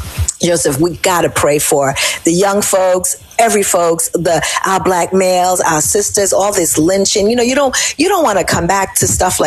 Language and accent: English; Jamaica